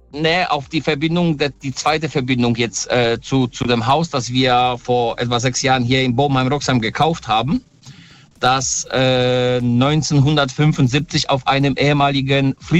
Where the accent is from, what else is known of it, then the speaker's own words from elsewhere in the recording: Poland; now in Germany; Ich komme ursprünglich aus Polen, also ich bin gebürtig in Polen.